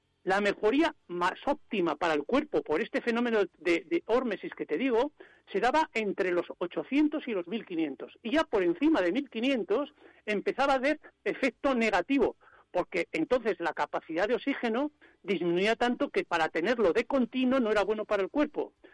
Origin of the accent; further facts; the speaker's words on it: La Rioja, Spain; now in Soria, Spain; Pues mira, yo soy riojano, nací en La Rioja, vivo en Soria desde hace más de 40 años